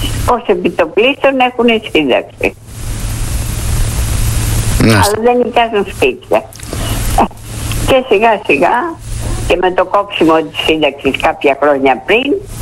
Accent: Athens, Attica, Greece; born there; now in Piraeus, Greece

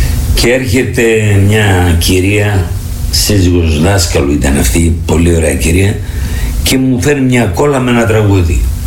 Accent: Epirus, Greece; εκτός από το χωριό μου εκεί. Από τη Θεσποτεία.

